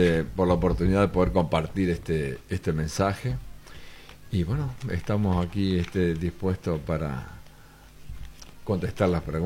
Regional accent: Tacuarembó, Uruguay; moved away as an adult; also born or lived in Montevideo; Estoy volviendo a los pagos, como decían allí, porque yo nací acá en Tacuarembó.

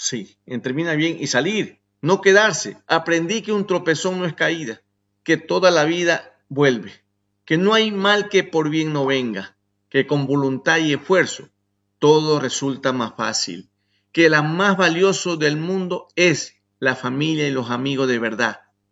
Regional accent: Ecuador; Digo, soy de Ecuador.

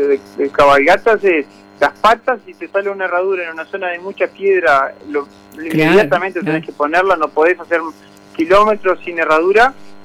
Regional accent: Tranqueras, Rivera, Uruguay; Después que pasé acá por mi pueblo, por Tranquera

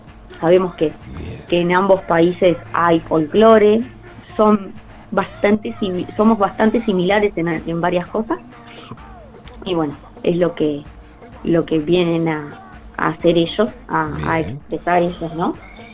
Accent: Estación Atlántida, Canelones, Uruguay; acá, de mi pueblo, de Estación Atlántida

